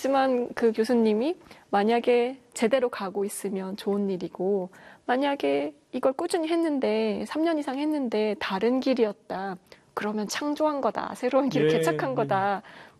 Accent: South Gyeongsang, South Korea; 경남에서 주로 컸는데, 이사를 워낙 많이 다녀서, 네. 그런데 전부 다 진짜 시골이었어요.

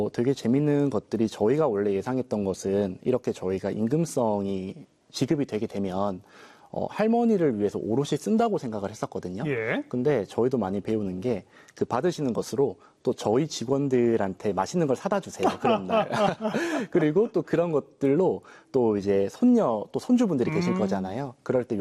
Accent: Sangju, North Gyeongsang, South Korea; 제가 나고 자란 고향입니다

